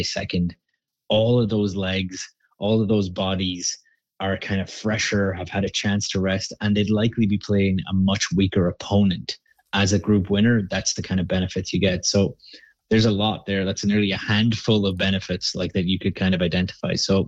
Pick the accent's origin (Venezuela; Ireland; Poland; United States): Ireland; now in Canada; I'm from Ireland originally, but I'm Canadian this month for sure. And I've been Canadian for 12 years already.